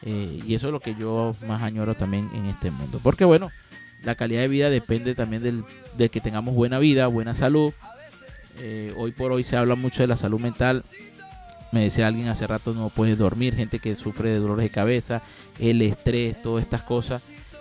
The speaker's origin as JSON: {"language": "Spanish", "country": "Venezuela", "said": "Como habitante, como venezolano"}